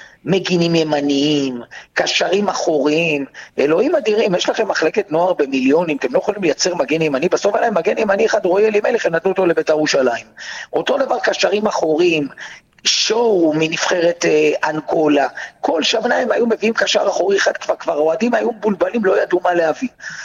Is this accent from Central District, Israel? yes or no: yes; Petah Tikva, Central District, Israel; דרבי פתח תקוואי, העיר שגדלתי בה, בירת ישראל.